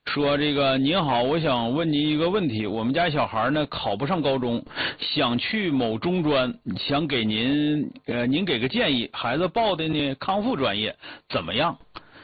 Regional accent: Changchun, Jilin, China; 我是东北的长春的

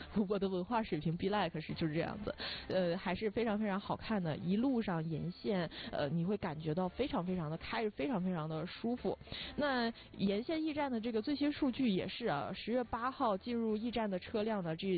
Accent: Northeast China, China; 那就说明有一些我们东北人啊

